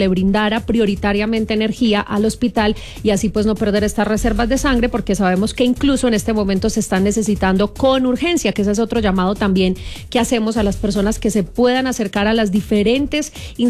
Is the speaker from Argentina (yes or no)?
no; Colombia; nos estamos organizando como colombianos